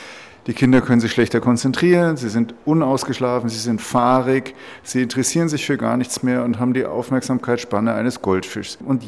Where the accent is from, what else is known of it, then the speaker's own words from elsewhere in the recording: Bavaria, Germany; Und ich bin jetzt aus Bayern